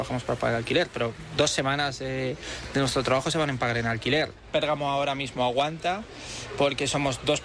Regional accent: Madrid, Community of Madrid, Spain; te lo digo yo como madrileño, creo que Madrid se merece que tener la Ibería más antigua de Madrid abierta.

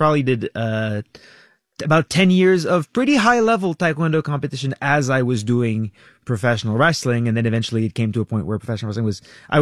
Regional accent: Laval, Quebec, Canada; So I'm from Laval

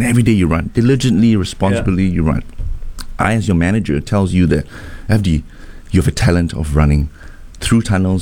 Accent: Singapore

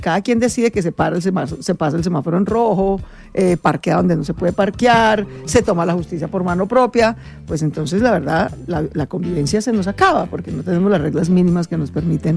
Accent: Colombia; Somos dos colombianos, hemos hecho a pulso, pues ambos hijos de una familia hecha a pulso.

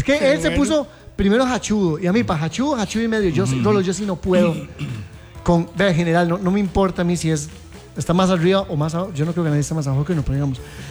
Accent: Costa Rica; Cuando le dije que soy de Costa Rica, me dijo, ah, pura vida, tico.

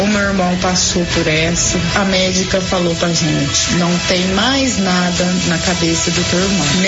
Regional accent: Mococa, São Paulo, Brazil; sou da cidade de Mococa.

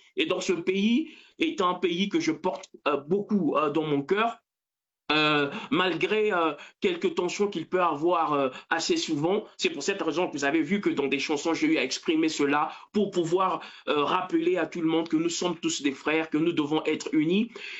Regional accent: Johannesburg, Gauteng, South Africa; parce que je suis pas originaire de Cape Town, je suis un Djobourgeois avant tout.

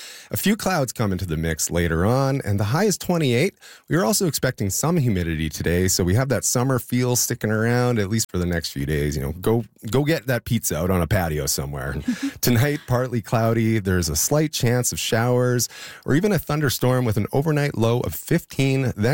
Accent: Saskatchewan, Canada; And I'm from Saskatchewan.

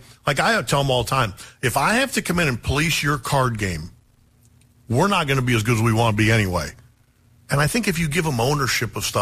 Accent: Pennsylvania, United States; one of her goals for me growing up was that you couldn't tell I was raised in Western Pennsylvania by the way I talked.

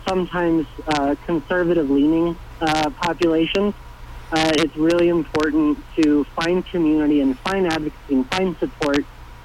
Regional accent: Montrose, Colorado, United States; I grew up in Montrose. I left for a couple of years to get my degree and get some work experience. I moved back to Montrose because this is my home and I love the community and I love the Western Slope of Colorado.

